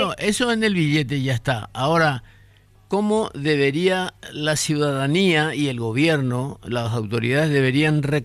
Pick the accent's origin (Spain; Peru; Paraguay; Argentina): Paraguay; han permitido que nos reconozcamos como paraguayos